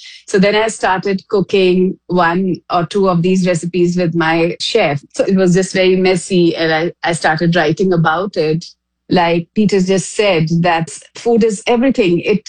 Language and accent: English; Rampur, Uttar Pradesh, India; my hometown, Rampur, which is about 200 kilometers from Delhi.